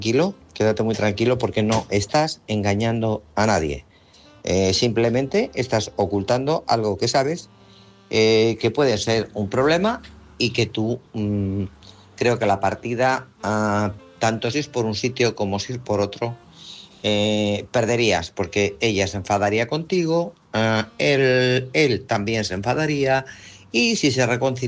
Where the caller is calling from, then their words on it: Guadalajara, Castilla-La Mancha, Spain; de Guadalajara.